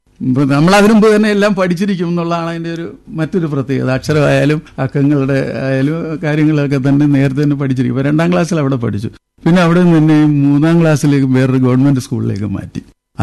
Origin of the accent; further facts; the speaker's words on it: Kerala, India; മേഖലകളിൽ പ്രദേശത്തൊക്കെ അറിയപ്പെടുന്ന ഒട്ടേറെ കലാകാരന്മാര് ഉണ്ടായിരുന്ന ഒരു പ്രദേശമാണ് ഞങ്ങളുടെ ഈ മണപ്പള്ളിയും പവുമ്പായും. രണ്ടും ഒന്നിച്ചു വേണം പറയേണ്ടത്, അങ്ങനത്തെ ഒരു സംസ്കാരമാണ്.